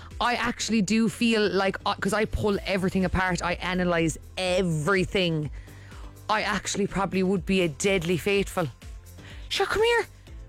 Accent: Munster, Ireland; Oh, I'm from Kerry.

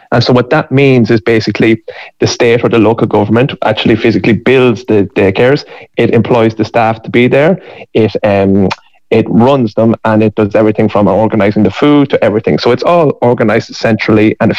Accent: Ireland; moved away as an adult; now in Finland; I'm Irish. My wife is Finnish. We met in Ireland. We had our first kid in Ireland, and we were in childcare in Ireland for a little while, for about 6 months before we moved over here.

